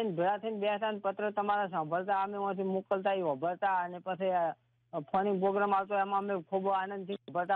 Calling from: Gujarat, India; અમારું ગામ સારું છે, 1200-1300 ની વસ્તી છે અમારા રતનગઢ નવા હરિયાણા માં.

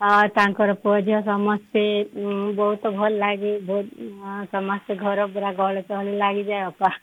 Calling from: Bargarh, Odisha, India; ହଁ ମୁଁ ବରଗଡ଼ରୁ

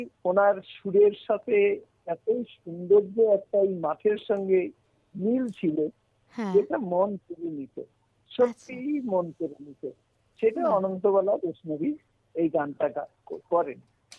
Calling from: Siliguri, West Bengal, India; আমি শিলিগুড়ি বাগাজোটিং পার্ক থেকে

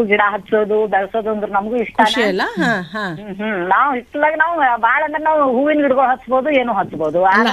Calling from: Sulebhavi, Karnataka, India; Belagavi taluk ಸುಳೆಭಾವಿ.

